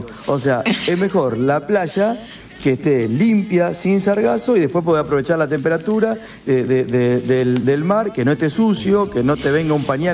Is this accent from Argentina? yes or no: yes; Argentina; como yo soy argentino